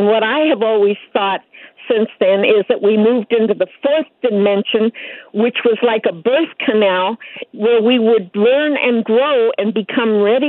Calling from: Ashland, Oregon, United States; I'm in Ashland, Oregon, then.

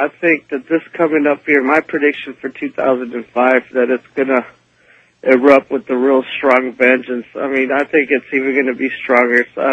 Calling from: Michigan, United States; Hi, this is … from Michigan.

